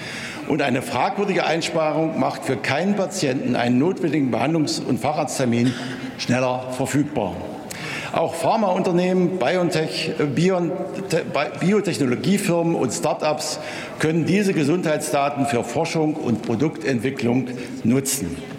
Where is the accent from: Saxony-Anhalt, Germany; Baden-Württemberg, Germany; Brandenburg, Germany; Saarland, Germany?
Saxony-Anhalt, Germany; Ich komme aus Sachsen-Anhalt